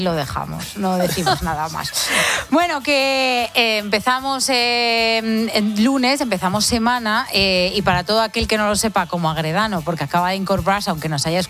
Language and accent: Spanish; Extremadura, Spain; Yo que soy extremeña también es la mía, ¿eh?